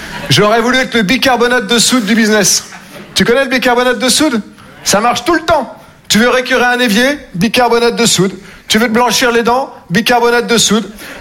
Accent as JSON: {"language": "French", "region": "Nouvelle-Aquitaine", "country": "France", "said": "Moi, je viens des Deux-Sèvres. Je ne sais pas si vous connaissez. Entre la Vienne et la Vendée."}